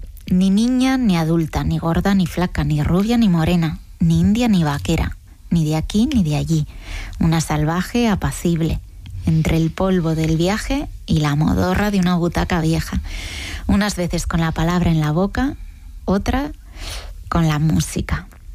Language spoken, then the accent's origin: Spanish; Galicia, Spain; Bueno, yo conozco, sí, soy gallega y conozco un poquillo la tradición oral